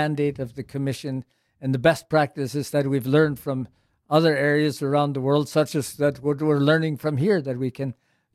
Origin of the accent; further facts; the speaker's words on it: Canada